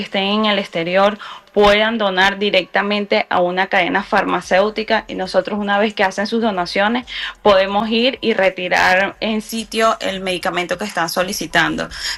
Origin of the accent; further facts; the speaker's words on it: Venezuela; Somos los mismos venezolanos, a pesar de que se ha recibido 30 países, pero todavía necesitamos más ayuda.